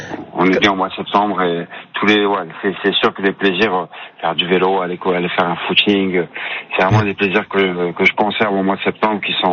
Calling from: Cagnes-sur-Mer, Provence-Alpes-Côte d'Azur, France; Là, je suis à Cagnes-sur-Mer, je suis chez moi

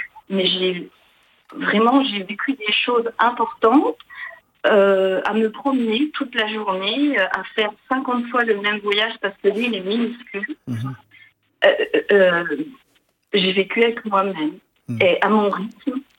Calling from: Grand Est, France; j'appelle des Vosges.

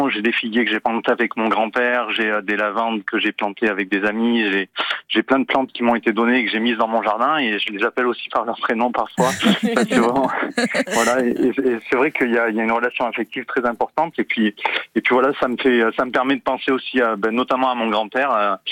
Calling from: Valréas, Provence-Alpes-Côte d'Azur, France; Je suis à Valréas, dans le Vaucluse.

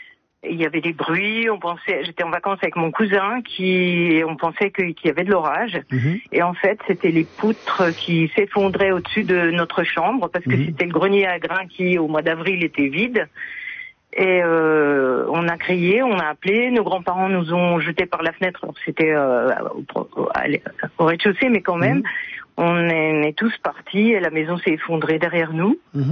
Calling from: Grand Est, France; J'appelle depuis un petit village des Vosges.

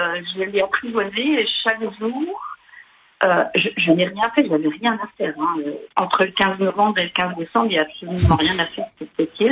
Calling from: Grand Est, France; Alors j'appelle des Vosges.

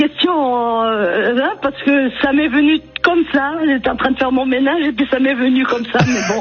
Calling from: Schiltigheim, Grand Est, France; Je suis à Schiltigheim.

